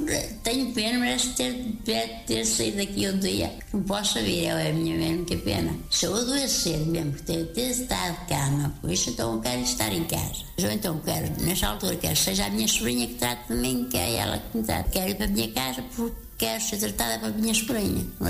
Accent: Galegos, Portugal; Sou de Galegos e fiquei muito contente de fazer aqui isto. Esta área toda era do primo direito do meu pai, que era Padre António.

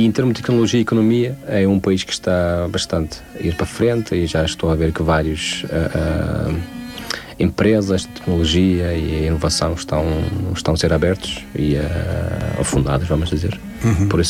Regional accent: Tajikistan; Portuguese is a second language; já várias vezes expliquei que sou do Tajiquistão

